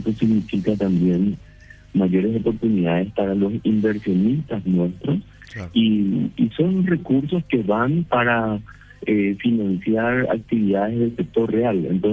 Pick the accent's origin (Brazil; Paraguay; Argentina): Paraguay; como paraguayos y como inversionistas locales, estamos muy acostumbrados a la renta fija